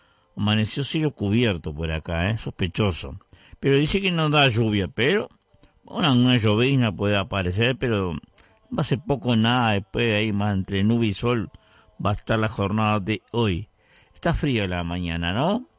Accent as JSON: {"language": "Spanish", "town": "Vergara", "region": "Treinta y Tres", "country": "Uruguay", "said": "Un saludo a la gente de mi pueblo, gente de Vergara"}